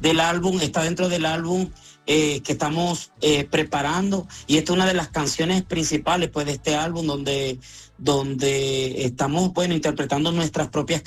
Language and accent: Spanish; Venezuela; now in Colombia; yo soy venezolano y tengo nacionalidad colombiana también en este momento